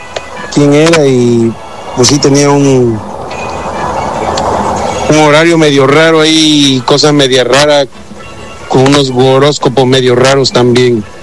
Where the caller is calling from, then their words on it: Cancún, Quintana Roo, Mexico; nosotros que somos de Cancún